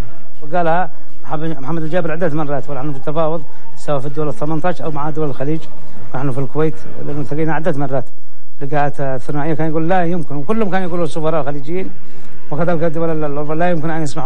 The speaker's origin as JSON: {"language": "Arabic", "country": "Yemen", "said": "لكن هل يحرم علي أنا كشعب يمني أن تكون لدي علاقات مع إيران"}